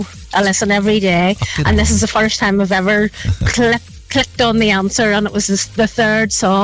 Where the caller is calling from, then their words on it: Northern Ireland, United Kingdom; Coming home on the glider and then getting home to Mullyle every day.